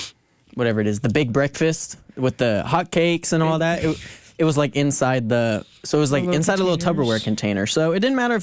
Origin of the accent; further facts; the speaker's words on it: Arizona, United States; moved away; I'm from Arizona, so I'm cold.